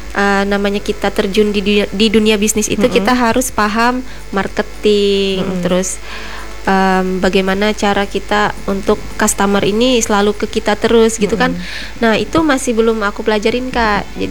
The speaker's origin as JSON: {"language": "Indonesian", "town": "Parang Batang", "region": "Central Kalimantan", "country": "Indonesia", "tie": "born or raised there", "moved": "yes", "lives_now": "Palangka Raya, Indonesia", "said": "Ya di kampung saya juga. Kampungnya di mana? Parang Batang."}